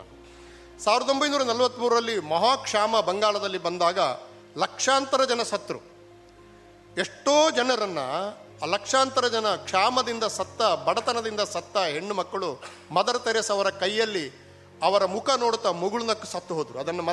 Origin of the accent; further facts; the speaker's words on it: Dakshina Kannada district, Karnataka, India; moved away as an adult; now in Delhi, India; ನನ್ನ ಜಿಲ್ಲೆಗೆ ನಾನು ಕೊಡಬಹುದಾದಂಥ ಬಹಳ ದೊಡ್ಡ ಕೊಡುಗೆ ಇದೆ, ಇಷ್ಟಾದರೂ ನಾನು ಕೊಡಬೇಕಲ್ಲ ಅಂತ ಅಂದುಕೊಂಡು ನಾನು ಡೆಲ್ಲಿಯಿಂದ ಬಂದಿದ್ದೇನೆ.